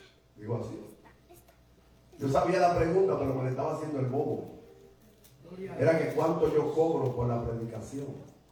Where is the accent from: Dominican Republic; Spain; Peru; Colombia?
Dominican Republic; Nosotros los dominicanos